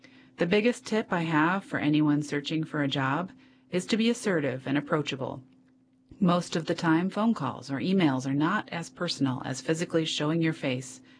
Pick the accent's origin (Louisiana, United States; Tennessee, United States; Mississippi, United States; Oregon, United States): Tennessee, United States; I graduated collections in my home state of Tennessee. I decided to take a leap of faith and to do volunteer service in Minnesota with Jesuit Volunteer Corps.